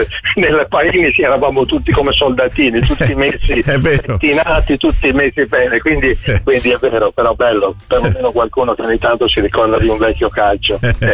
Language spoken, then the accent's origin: Italian; Tuscany, Italy; io credo che però noi toscani, io sono toscano un po' bastardo perché sono sulla linea tra Carrara, però ecco, quindi i toscani sono molto facili a innamorarsi